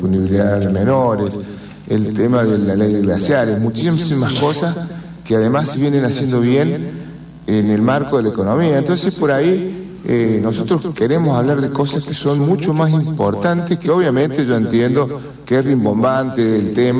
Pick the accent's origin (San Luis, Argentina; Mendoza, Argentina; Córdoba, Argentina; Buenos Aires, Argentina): San Luis, Argentina